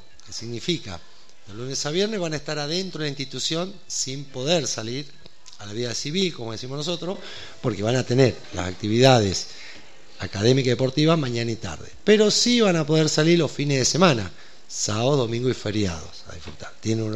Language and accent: Spanish; Godoy Cruz, Mendoza, Argentina; moved away; Yo soy de acá de Mendoza, soy oriundo de Godoy Cruz y ya me fui hace 30 años de acá.